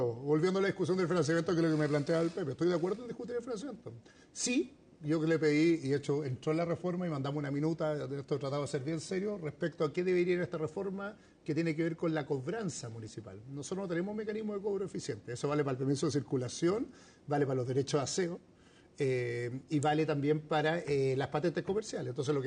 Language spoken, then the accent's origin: Spanish; Las Condes, Santiago Metropolitan Region, Chile; Yo me crié en Las Condes, en la Colón 9000.